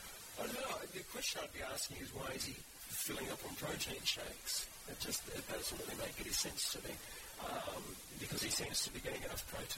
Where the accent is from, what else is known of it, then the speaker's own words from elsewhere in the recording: Australia; I eat emu because that's native to my country.